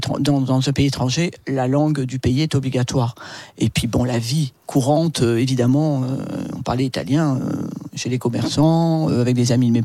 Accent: Marseille, Provence-Alpes-Côte d'Azur, France; je suis marseillaise, je ne connais personne

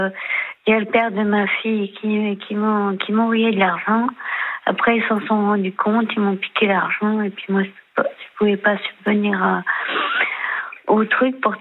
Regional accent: Centre-Val de Loire, France; born there; also born or lived in Paris; j'aimerais bien habiter à Paris, parce que j'ai déjà habité Paris, mais j'habite dans le Cher, là où je suis née.

